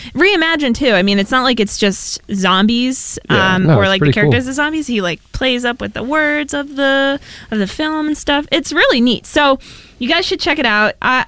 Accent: Maine, United States; also born or lived in Canada; now in Boston, United States; I am also from Maine

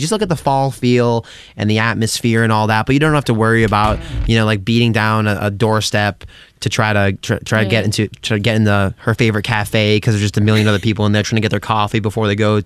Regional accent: Massachusetts, United States; especially for someone who's a native of Massachusetts. I was born near Salem and Beverly

